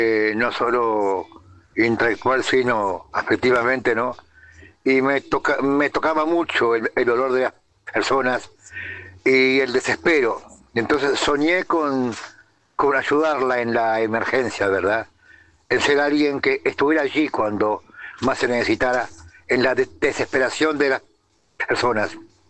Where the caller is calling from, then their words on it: Fray Bentos, Río Negro, Uruguay; ya hemos hablado otras veces. Me comunico desde Fraiventos, Uruguay.